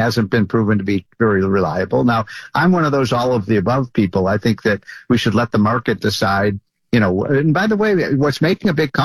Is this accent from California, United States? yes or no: no; Chicago, Illinois, United States; But Larry, I'm from Chicago. The sun doesn't shine all that much in Chicago.